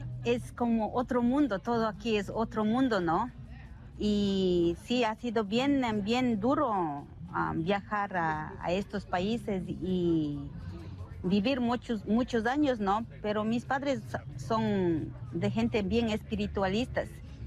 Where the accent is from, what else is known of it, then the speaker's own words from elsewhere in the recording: Peguche, Imbabura, Ecuador; now in New Zealand; siento bien orgullosa de ser una chica quechua hablante. Vivo 30 años en Nueva Zelanda. Mis padres son, yo soy originalmente de Peguche, como dicen, la Peguchetía.